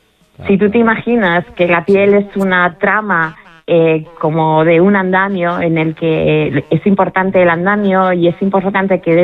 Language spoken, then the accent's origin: Spanish; Spain; lo que pasa es que somos españoles, entonces la mañana pues empieza tarde para nosotros